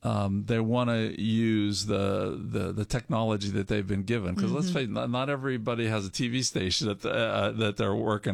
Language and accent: English; West Mifflin, Pennsylvania, United States; I grew up in West Mifflin